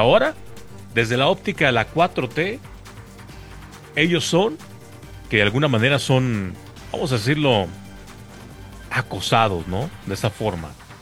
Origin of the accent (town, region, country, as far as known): Mexico